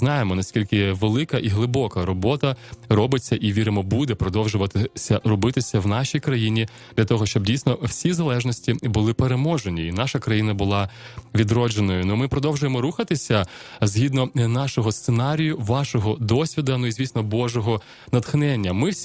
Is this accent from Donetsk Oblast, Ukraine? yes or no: no; Enerhodar, Zaporizhzhia Oblast, Ukraine; Це моє рідне місто, до речі, я там народився.